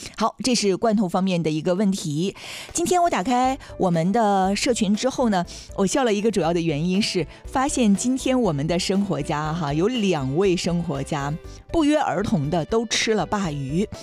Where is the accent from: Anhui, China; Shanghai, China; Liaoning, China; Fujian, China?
Liaoning, China; Dalian; 对于我们大连人来说